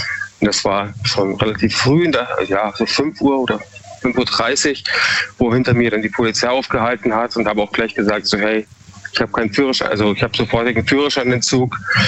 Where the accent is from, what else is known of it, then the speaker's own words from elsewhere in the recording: Freiburg, Baden-Württemberg, Germany; Ah, Ich bin aus Freiburg.